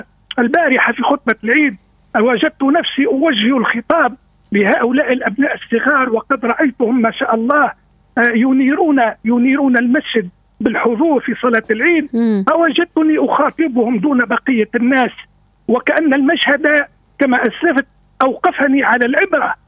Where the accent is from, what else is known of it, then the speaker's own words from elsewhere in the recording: Tunisia; بلادنا تونس